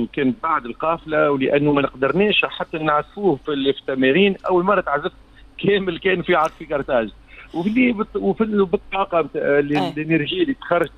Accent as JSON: {"language": "Arabic", "country": "Tunisia", "said": "أنا بيتي متعدد الثقافات كتونسي"}